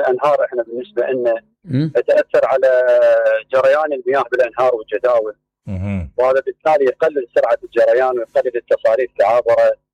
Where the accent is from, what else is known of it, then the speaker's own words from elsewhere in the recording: Iraq; هذا بالعراق لحد الآن ما عندنا